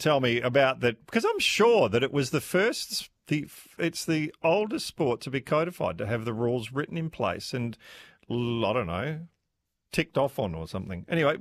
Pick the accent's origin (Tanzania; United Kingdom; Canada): Tanzania; born there; I was born in Tanganyika, now Tanzania, and I remember going on safari with Dad, who used to put loose chains on his thighs to go through mud.